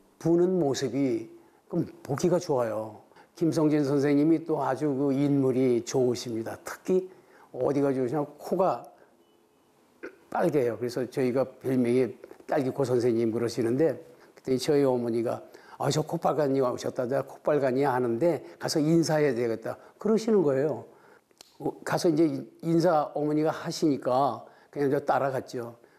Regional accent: Seoul, South Korea; 저는 그 고향이 서울입니다.

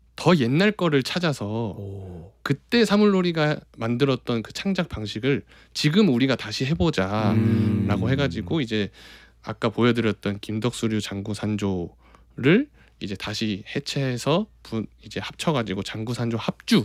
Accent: Jeju, South Korea; 근데 이제 그 당시에는 제주도를 탈출하고 싶은 마음이 좀 컸거든요. 나는 서울에 가서 성공을 하겠다.

